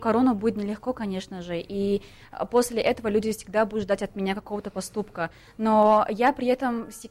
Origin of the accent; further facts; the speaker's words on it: Tajikistan; я думаю, что все-таки прежде всего я трудолюбивая таджичка. И я все время стараюсь просто развивать именно сферу образования в нашей стране